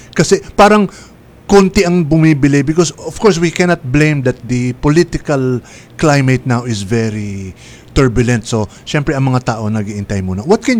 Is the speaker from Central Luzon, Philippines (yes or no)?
no; Pasay, Metro Manila, Philippines; I was born and raised in Pasay City sa Villaruel Street. Doon ako lumaki. Malapit sa Cartimar yun. So, malapit ako sa city ng Pasay kasi doon ang lumang bahay namin. In fact, it's still there.